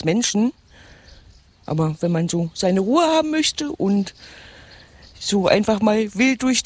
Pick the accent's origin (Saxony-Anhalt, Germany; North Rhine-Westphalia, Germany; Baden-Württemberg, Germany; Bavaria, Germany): Saxony-Anhalt, Germany; Mieste; Ich komme aus Miestel, das ist mitten im Drömling in der Altmark. Ja, da komme ich her.